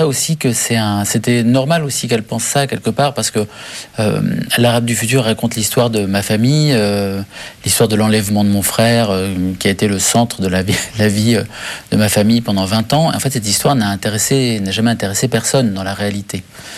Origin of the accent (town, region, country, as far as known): Syria; born or raised there; moved away